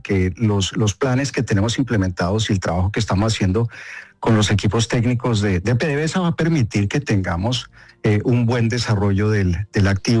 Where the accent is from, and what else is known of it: Colombia